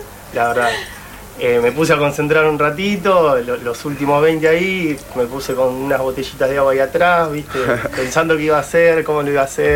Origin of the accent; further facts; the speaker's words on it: Arrecifes, Buenos Aires Province, Argentina; Yo soy de Arrecife